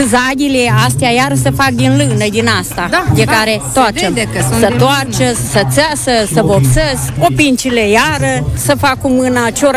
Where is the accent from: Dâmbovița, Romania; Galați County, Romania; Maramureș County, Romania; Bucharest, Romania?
Maramureș County, Romania; Bogdan Vodă; Vin din Maramureș, din Bogdan Vodă